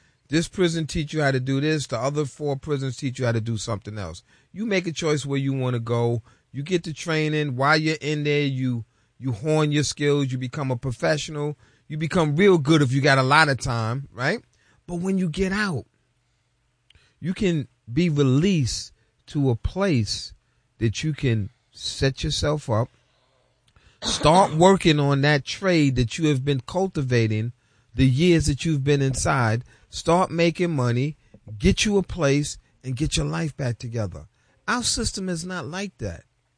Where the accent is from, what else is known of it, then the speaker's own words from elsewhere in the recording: New York City, New York, United States; I grew up in the Bronx and in Harlem